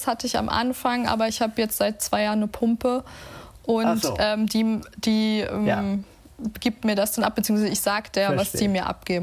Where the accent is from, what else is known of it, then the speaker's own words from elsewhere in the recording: Kiel, Schleswig-Holstein, Germany; Und ich habe Großteil meiner Kindheit in Suxdorf verbracht.